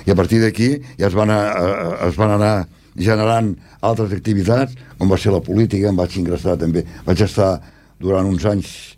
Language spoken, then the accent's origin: Catalan; L'Hospitalet de Llobregat, Catalonia, Spain; born there; now in Esplugues de Llobregat, Spain; Jo vaig néixer al barri de la Torrassa d'Hospitalet de Llobregat, el 6 del 3 del 33. Vaig néixer a la Torrassa, sóc enginyer industrial i resideixo a Esplugues des de l'any 1967.